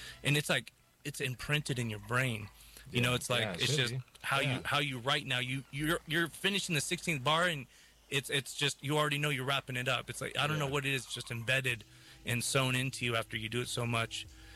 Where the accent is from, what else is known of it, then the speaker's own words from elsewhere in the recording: Somis, California, United States; Yeah, just from 805. Mm-hmm. Grew up in Somas, and now I'm just in Ventura County.